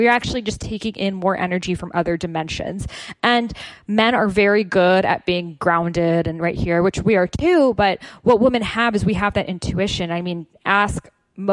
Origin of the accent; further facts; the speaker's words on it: Boston, Massachusetts, United States; I know for me, growing up in Boston, which is very close to Salem, Massachusetts, which is where the original witch trials happened.